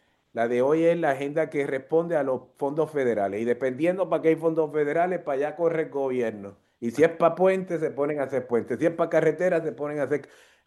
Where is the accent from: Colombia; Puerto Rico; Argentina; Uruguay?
Puerto Rico; Como jíbaros del campo, como puertorriqueños